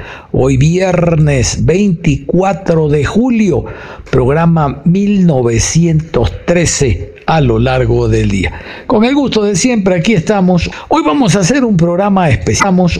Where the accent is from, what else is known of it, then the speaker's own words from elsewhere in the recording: Guayaquil, Guayas, Ecuador; moved away; Doña Isis y quien habla, somos guayaquileños, ustedes lo saben.